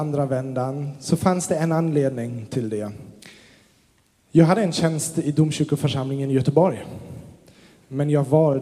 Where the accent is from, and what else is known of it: Germany; Swedish is a second language; now in Sweden